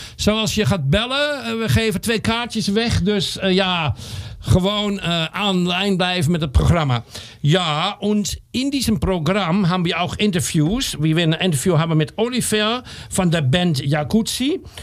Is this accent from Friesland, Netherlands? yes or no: no; Amsterdam, North Holland, Netherlands; Ich komme aus Amsterdam.